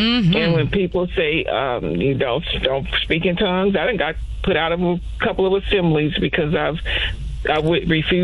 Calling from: Raleigh, North Carolina, United States; I'm calling from Raleigh.

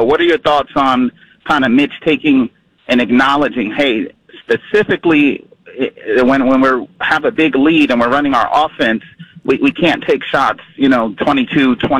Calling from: Connecticut, United States; I'm calling in from Connecticut, one of the few Spurs fans here.

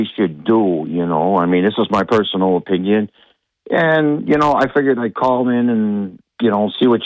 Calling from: Whitney Point, New York, United States; You told me to call back from Whitney Point.

